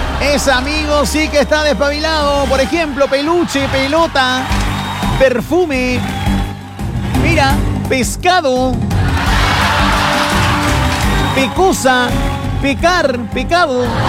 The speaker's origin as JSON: {"language": "Spanish", "town": "Viña del Mar", "region": "Valparaíso", "country": "Chile", "said": "estamos en Maintencillo, somos de Viña del Mar, Valpo."}